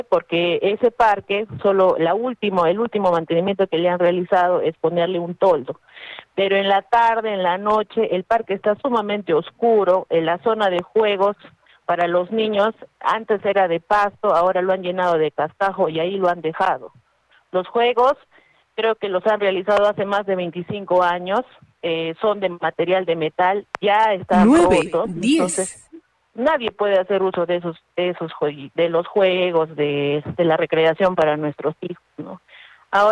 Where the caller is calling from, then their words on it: Arequipa, Peru; yo soy una de Colorado